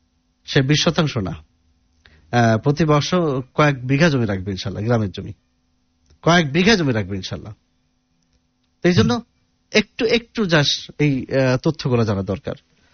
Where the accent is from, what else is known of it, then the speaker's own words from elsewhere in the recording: Kushtia, Khulna Division, Bangladesh; সত্যি একটা এক্সাম্পল বলি, আমার বাড়ি কুষ্টিয়াতে, তো আমার বাড়ি যেখানে তার কাছেই ঠিক আরেকজনের বাড়ি